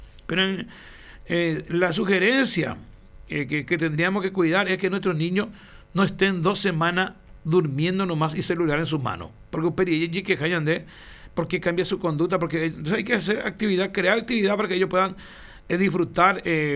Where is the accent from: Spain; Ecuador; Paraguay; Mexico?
Paraguay; todos los paraguayos